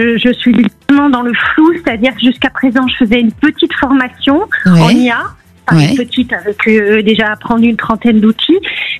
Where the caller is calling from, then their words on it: Île-de-France, France; Je vous appelle de la région parisienne.